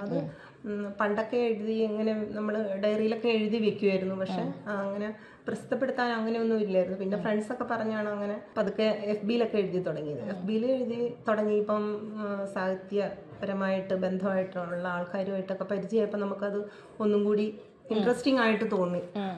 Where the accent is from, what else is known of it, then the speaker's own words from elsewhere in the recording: Kanjiramattom, Kerala, India; ഞാൻ ജനിച്ചതും വളർന്നതും എന്നെ കല്യാണം കഴിച്ചിരിക്കുന്നതും കാഞ്ഞിരമറ്റത്ത് തന്നെയാണ്. കാഞ്ഞിരമറ്റത്തിൽ എൻ്റെ കോട്ടയം ബോർഡറിലുള്ള അരയങ്കാവിൽ എന്നുള്ള സ്ഥലത്താണ് എൻ്റെ വീട്.